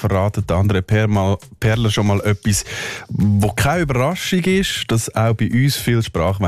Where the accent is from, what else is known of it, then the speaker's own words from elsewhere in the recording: Switzerland; Ja, bei uns in der Schweiz